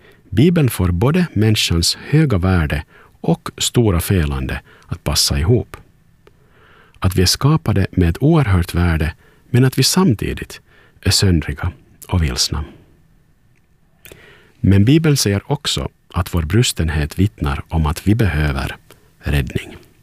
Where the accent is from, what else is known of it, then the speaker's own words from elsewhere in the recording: Turku, Southwest Finland, Finland; Hej, jag är … från Åbo och du lyssnar på Yle Vegas aftonandakt.